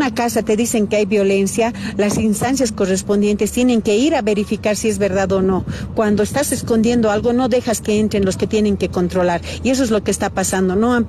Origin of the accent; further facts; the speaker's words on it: Bolivia; como bolivianos, porque bolivianos somos uno solo